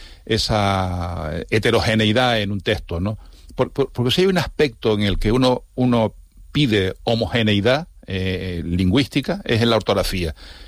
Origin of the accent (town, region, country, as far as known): Canary Islands, Spain